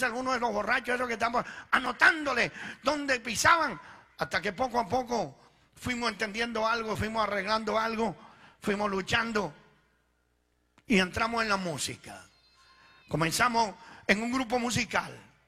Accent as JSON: {"language": "Spanish", "country": "Venezuela", "tie": "born or raised there", "also_born_or_lived": "Italy", "moved": "as an adult", "lives_now": "Sacramento, United States", "said": "Yo nací en Italia, yo soy italiano. Llegué como a la edad de 7 años allá en Venezuela. Ahí nos criamos. Estuve viviendo allá en Venezuela como casi 37, 38 años, no sé cuánto."}